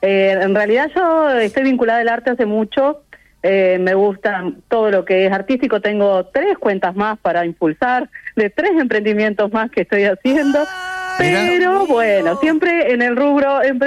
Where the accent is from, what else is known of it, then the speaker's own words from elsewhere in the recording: Fraile Muerto, Cerro Largo, Uruguay; now in Piriápolis, Uruguay; De Cerro Largo, de Fraile Muerto. Pero actualmente vivo en Piriápolis.